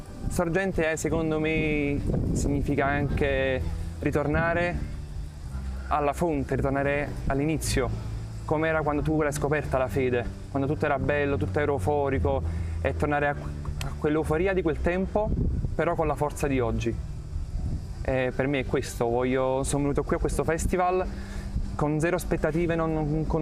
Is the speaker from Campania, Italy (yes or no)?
yes; Naples, Campania, Italy; vengo da Napoli e sto venendo qui a Medjugorje